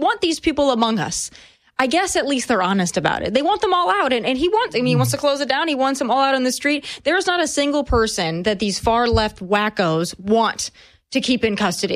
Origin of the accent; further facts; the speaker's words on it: Tennessee, United States; I would say my home state of Tennessee right now, Nashville.